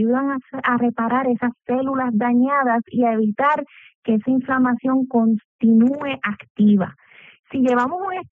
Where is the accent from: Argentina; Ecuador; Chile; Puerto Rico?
Puerto Rico; Somos una población puertorriqueña carnívora